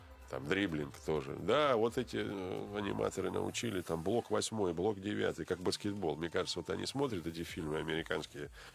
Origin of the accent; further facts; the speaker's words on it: Novosibirsk, Novosibirsk Oblast, Russia; я сам родом с Новосибирска